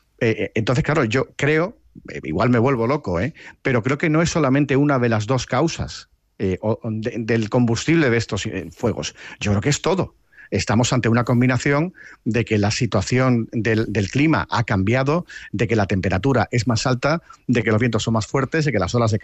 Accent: Andalusia, Spain; yo soy andaluz, pero mi mujer es madrileña

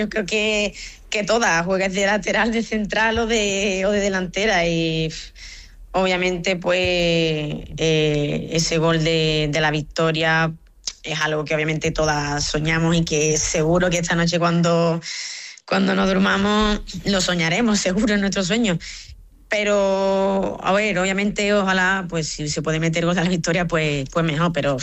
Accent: Rota, Andalusia, Spain; Sí, la verdad que Rota, mi pueblo, siempre me he sentido muy, muy querida y pues a ver qué te digo, es el sitio donde he nacido, donde me he criado, donde pues he ido creciendo tanto futbolísticamente como personalmente

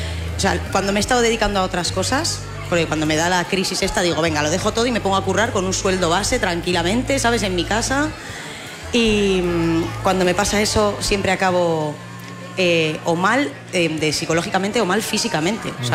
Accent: Bilbao, Basque Country, Spain; yo soy de Bilbao, adoro mi país vasco

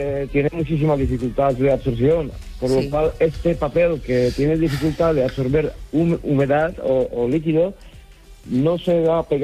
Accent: Buñol, Valencian Community, Spain

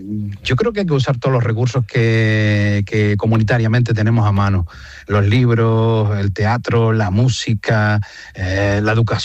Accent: Agüimes, Canary Islands, Spain; Esto somos la gente de Agüimes, somos la gente del sureste, somos así, tenemos este perfil

